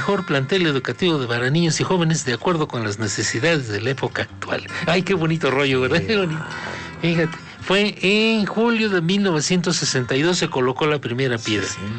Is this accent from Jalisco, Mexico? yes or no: no; Puebla, Mexico; toda mi infancia la viví en el Alfa 1.